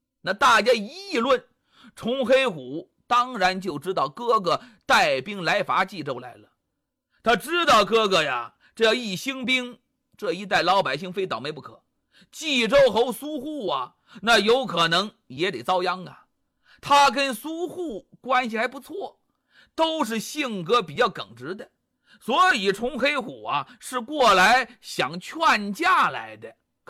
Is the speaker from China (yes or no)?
yes; Heze, Shandong, China; 曹州啊，就现在菏泽那一地方，哎，我老家那一块儿。